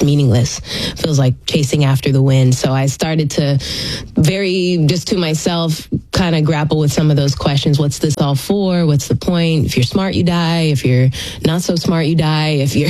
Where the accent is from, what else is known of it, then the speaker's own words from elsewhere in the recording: Manila, Metro Manila, Philippines; born there; So 1989, I was born in Manila, the Philippines.